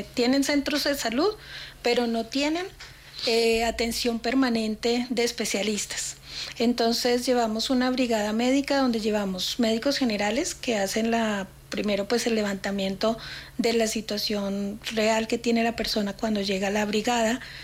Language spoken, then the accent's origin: Spanish; Colombia; now in Ecuador; Yo soy colombiana